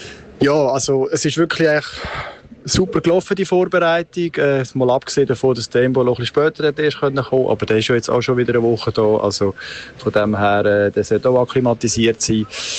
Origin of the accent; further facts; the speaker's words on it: Switzerland; als Schweizer